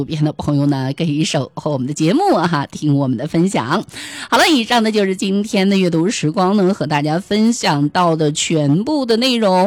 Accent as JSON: {"language": "Chinese", "country": "China", "said": "你都感觉到作为中国人啊，为我们的国家真的感到骄傲。"}